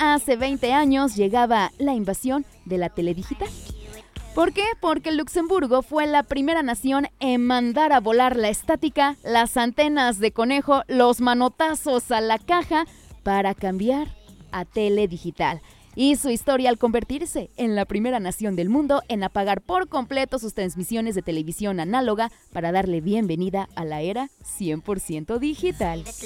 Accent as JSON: {"language": "Spanish", "country": "Mexico", "said": "nosotros los mexicanos somos los primeros latinos"}